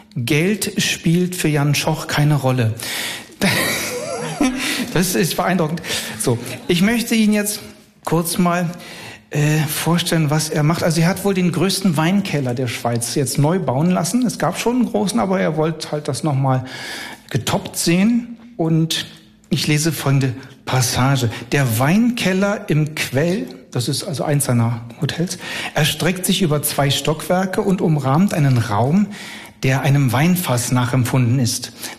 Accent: Northern Germany, Germany; Ich komme ja aus dem Norden

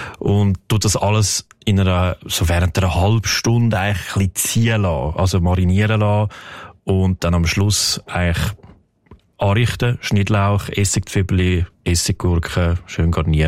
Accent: Switzerland

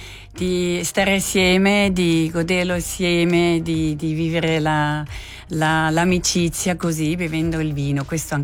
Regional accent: Zurich, Switzerland; io sono nata e cresciuta a Zurigo, proprio centro città.

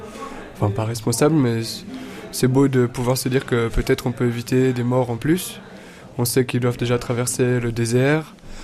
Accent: Geneva, Switzerland; Je viens de Genève, je suis né là-bas, j'ai beaucoup voyagé mais j'habite à l'instant là-bas.

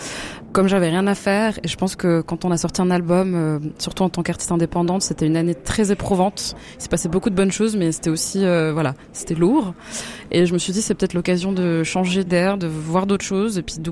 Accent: Switzerland; je suis pas originaire de Suisse. Je suis belge et congolaise de sang, mais j'ai grandi en Suisse toute ma vie. Donc, je suis les trois.

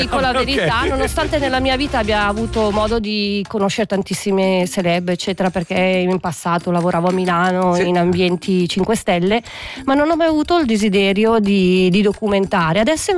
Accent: Ticino, Switzerland

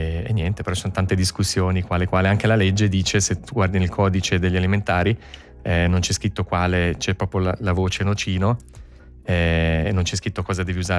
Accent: Caslano, Ticino, Switzerland; moved away as an adult; now in Basel, Switzerland; io sono ticinese, cresciuto a Caslano, però abito da 23 anni a Basilea

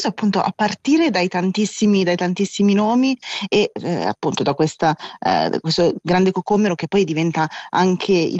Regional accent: Milan, Lombardy, Italy; born there; now in Rome, Italy; io che sono settentrionale, insomma che sono nata a Milano, l'ho sempre sentito chiamare anguria, mentre invece effettivamente dove vivo ora a Roma si parla più che altro di cocomero

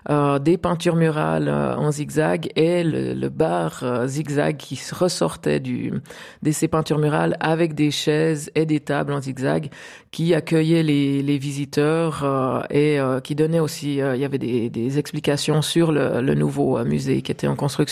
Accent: Grancy, Vaud, Switzerland; parce que moi j'ai grandi au pied du Jura, comme vous l'avez mentionné, dans un petit village qui s'appelle Grancy, où à l'époque

